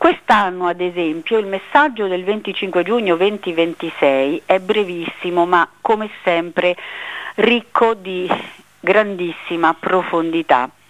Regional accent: Tolentino, Marche, Italy; io sono di Tolentino e trasmetto in diretta da Tolentino

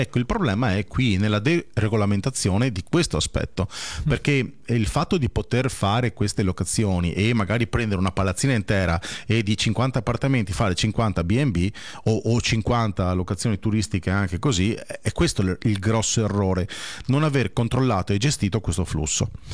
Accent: Veneto, Italy; Cioè io da buon veneto devo per forza dire che i veneti non hanno obbligo

